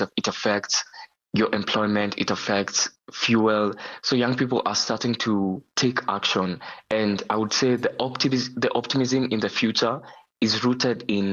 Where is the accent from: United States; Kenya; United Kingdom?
Kenya; I would say being Kenyan, Kenyans are, especially young Kenyans, are currently